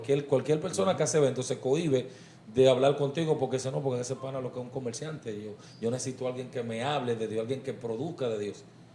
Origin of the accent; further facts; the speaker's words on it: Distrito Nacional, Dominican Republic; Soy de la capital.